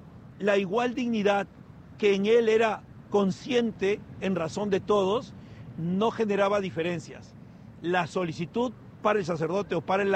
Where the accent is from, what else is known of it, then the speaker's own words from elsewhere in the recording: Chulucanas, Piura, Peru; nosotros en Chulucanas fuimos aprendiendo de él